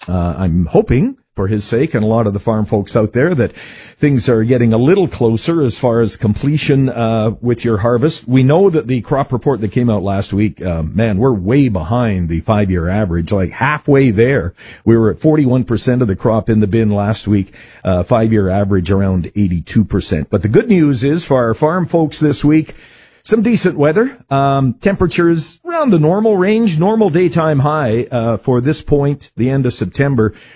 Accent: Manitoba, Canada; a fellow that farmed near my hometown in southwest Manitoba

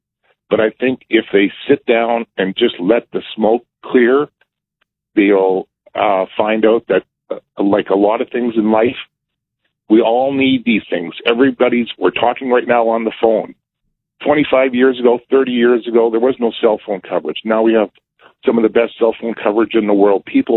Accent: Manitoba, Canada; I came from Manitoba, and 47 years ago, I worked on all these major projects.

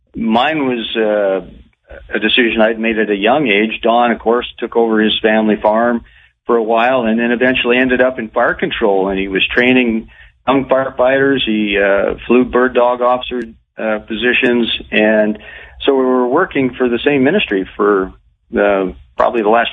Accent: Rock Glen, Saskatchewan, Canada; also born or lived in Wyoming, United States; we grew up in the southern part, south of the community of Assiniboia. A little town, Rock Glen, is where we ended up going to school together. And we first met probably at, I was about 8 years old when I came into Canada from Wyoming.

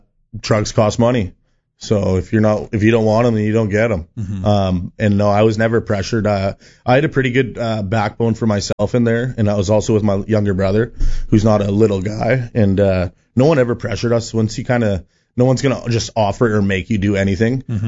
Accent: Saskatoon, Saskatchewan, Canada; I'm from Saskatoon, so there's gangs from Saskatoon, Regina, two different gangs. Being from Saskatoon, you want to stick to the people from Saskatoon.

